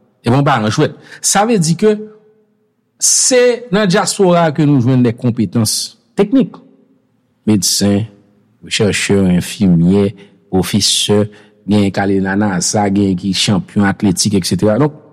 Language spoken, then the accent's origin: French; Brazil; Non, si je parle français, je parle créole, je suis brésilien.